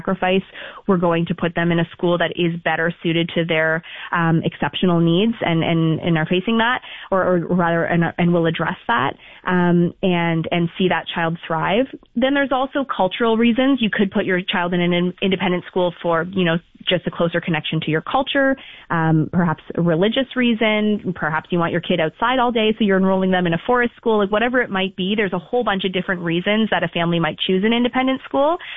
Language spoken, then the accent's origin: English; Toronto, Ontario, Canada; I grew up in the Toronto area